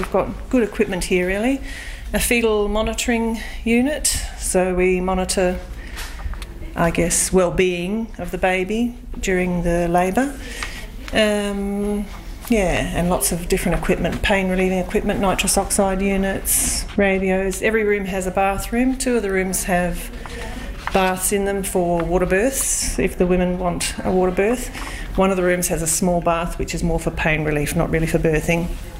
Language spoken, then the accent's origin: English; Mount Gambier, South Australia, Australia; I'm from Mount Gambier, so there is a nursing, not a nursing home, more of a retirement village